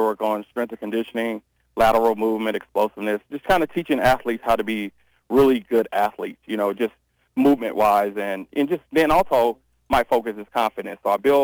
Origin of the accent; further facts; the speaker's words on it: East St. Louis, Illinois, United States; I'm from East St. Louis at the time, so I'm like, well, I can still claim Illinois